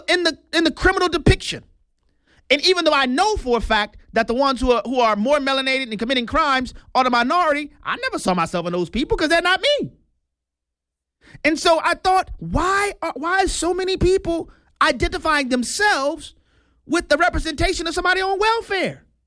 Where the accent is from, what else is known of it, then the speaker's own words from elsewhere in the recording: New Orleans, Louisiana, United States; Like I said, I'm from New Orleans. When I was growing up in New Orleans was the murder capital of the world.